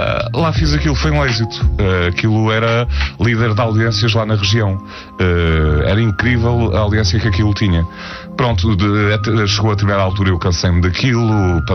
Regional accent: Fontelas, Vila Real, Portugal; eu nasci em Fontelas, olá Fontelas, que é uma freguesia com 700 e poucos habitantes, não sei se terá tantos, já teve muitos mais, que fica a 5 km de Peso da Régua. Portanto, eu nasci ali, estudei na Régua

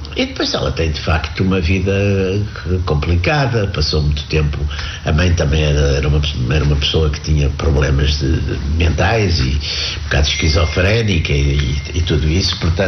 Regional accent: Porto, Norte, Portugal; vi vários quando era miúdo no Porto

